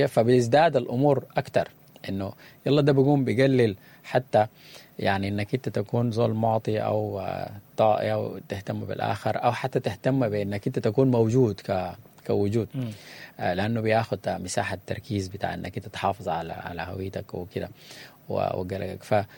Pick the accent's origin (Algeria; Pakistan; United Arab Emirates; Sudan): Sudan; إحنا كشعب سوداني